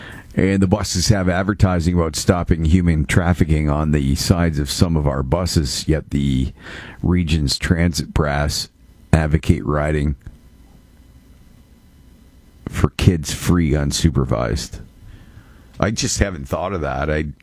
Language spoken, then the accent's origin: English; Brantford, Ontario, Canada; my hometown, which is Brantford